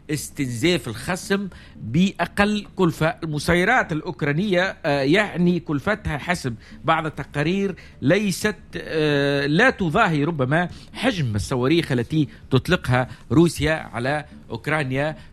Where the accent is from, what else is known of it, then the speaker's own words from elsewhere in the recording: Tunisia; احنا كدولة تونسية